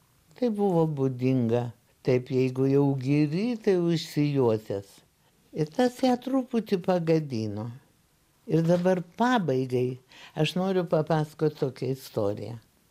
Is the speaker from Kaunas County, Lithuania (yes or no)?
yes; Kaunas, Kaunas County, Lithuania; now in Vilnius, Lithuania; Dar buvo toks, atsiprašau savo gimtojo miesto, provincialokas.